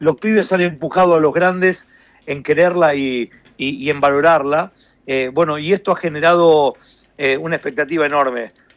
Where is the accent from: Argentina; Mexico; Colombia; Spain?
Argentina; Argentine interior; yo soy un tipo de la Argentina tierra adentro